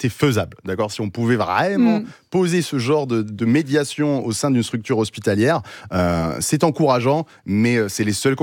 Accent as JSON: {"language": "French", "town": "Angoisse", "region": "Nouvelle-Aquitaine", "country": "France", "tie": "born or raised there", "said": "Ouais, j'ai grandi à Angoisse."}